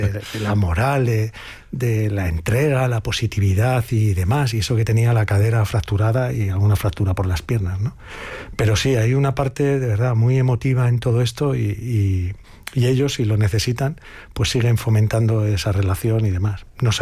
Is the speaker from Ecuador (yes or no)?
no; Spain; que en el fondo es un ciudadano de España, como somos los españoles, es que somos empáticos por naturaleza.